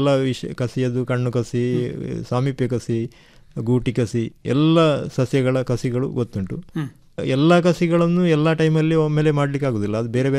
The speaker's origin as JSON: {"language": "Kannada", "region": "Kerala", "country": "India", "said": "ನಮ್ಮ ಕೇರಳದ ಭಾಗದಲ್ಲೆಲ್ಲ"}